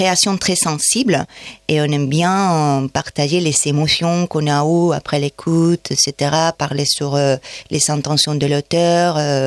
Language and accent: French; Valencia, Valencian Community, Spain; French is a second language; now in France; Donc, en Espagne, je viens de Valencia, et en Espagne, j'ai organisé ça avec une amie